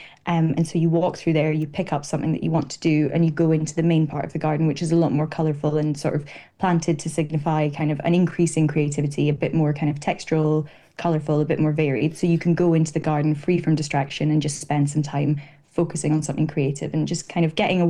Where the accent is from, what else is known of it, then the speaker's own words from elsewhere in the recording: Scotland, United Kingdom; now in London, United Kingdom; growing up in the Northeast